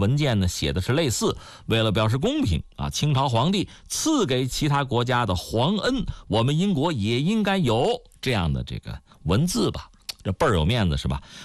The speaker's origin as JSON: {"language": "Chinese", "country": "China"}